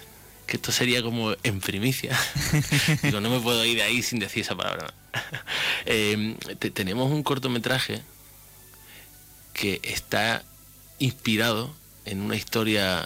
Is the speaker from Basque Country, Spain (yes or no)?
no; Ceuta, Spain; la población ceutí, a los caballas que estamos pasando ahora por un momento complicado